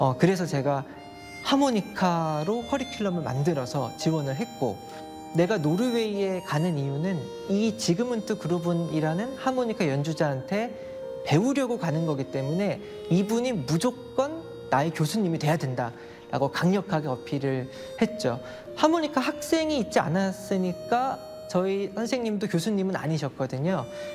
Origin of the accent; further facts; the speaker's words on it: South Korea; moved away as an adult; also born or lived in Norway; 이번에 제가 심사위원으로 간 것이 한국인으로서는 처음이자 유일하게 심사위원으로 가게 됐습니다.